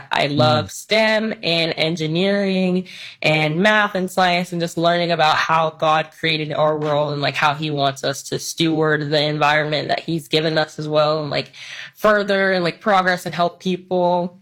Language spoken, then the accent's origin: English; United States; born there; Like you said, I am a Ghanaian American, I guess, first generation. My parents are both immigrants. I was born here and I love my country.